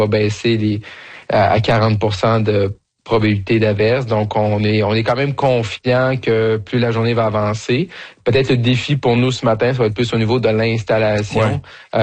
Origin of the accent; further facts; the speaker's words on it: Roberval, Quebec, Canada; parce que je suis originaire de Robertval